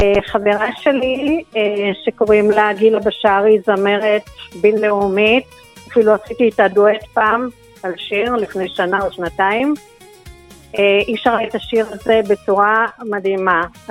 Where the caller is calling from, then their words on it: Netanya, Center District, Israel; אני מנתניה.